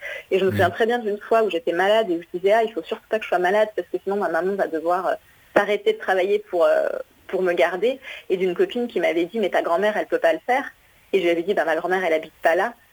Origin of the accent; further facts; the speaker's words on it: Bordeaux, Nouvelle-Aquitaine, France; je suis arrivée à la campagne, j'avais 8 ans, je venais plutôt de Bordeaux, donc de la ville